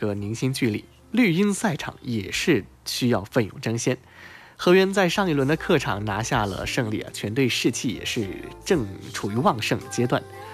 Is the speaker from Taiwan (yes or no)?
no; China; 今天是我们中国人的节日